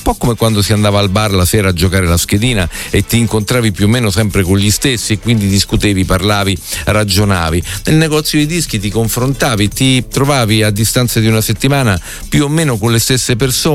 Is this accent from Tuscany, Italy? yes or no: no; Milan, Lombardy, Italy; da milanese puro sangue